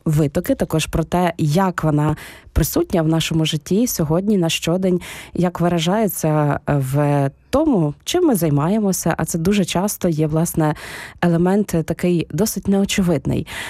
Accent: Ternopil, Ternopil Oblast, Ukraine; ви грали на вулицях мого рідного міста в Тернополі, 2002-2003 рік приблизно.

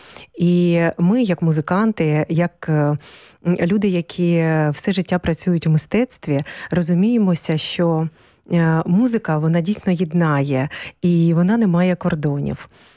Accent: Debaltseve, Donetsk Oblast, Ukraine; moved away as an adult; now in Kharkiv, Ukraine; Я народилася в Дебальцевому.

